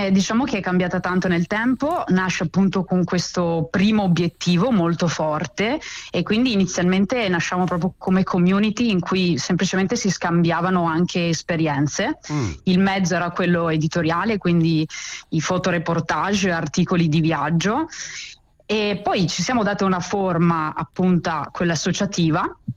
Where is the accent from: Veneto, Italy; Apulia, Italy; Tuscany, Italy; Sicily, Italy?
Veneto, Italy; accent: Venetian dialect; il nostro dialetto veneto